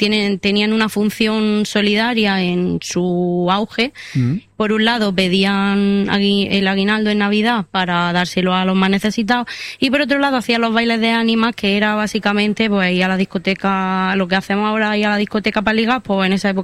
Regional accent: Chirivel, Andalusia, Spain; now in Almería, Spain; en mi pueblo, donde yo soy, que soy de la comarca de Los Vélez

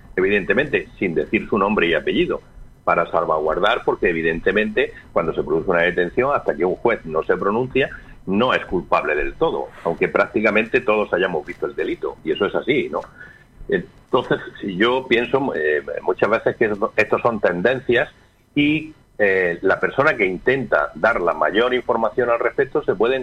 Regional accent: El Ejido, Andalusia, Spain; soy un ciudadano de Elegido. Comparto mi ciudadanía como elegidense con 35.000 árabes.

